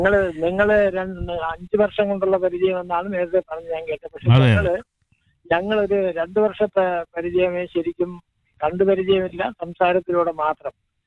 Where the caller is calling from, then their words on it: Mundela, Kerala, India; ഞാനും മുണ്ടേല.